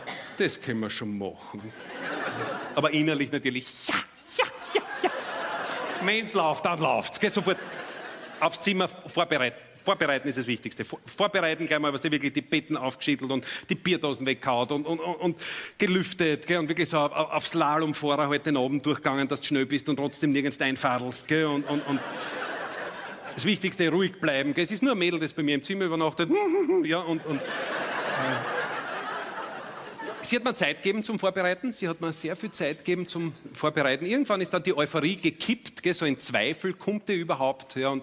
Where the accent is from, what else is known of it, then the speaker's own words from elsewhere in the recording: Styria, Austria; Ich komme ja, bin gebürtig aus der Steiermark.